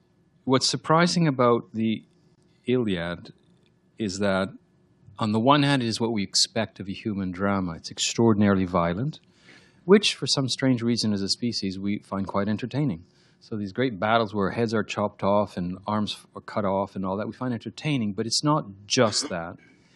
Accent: Quebec, Canada; I come from Canada, I come from Quebec, which is now, it used to be a very conservative Roman Catholic province. It left that all behind, unshackled itself, and leapt into the future. It became the most secular, anti-religious

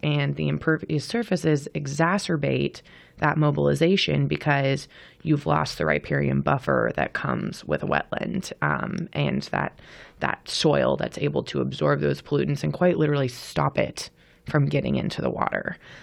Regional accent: Texas, United States; as someone who, I grew up in Central Texas, so the 4th of July floods really hit close to home.

